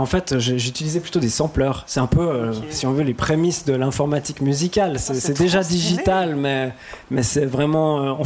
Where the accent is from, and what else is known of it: Fribourg, Switzerland